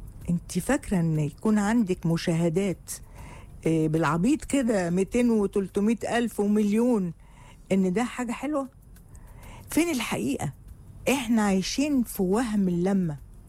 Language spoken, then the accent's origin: Arabic; Egypt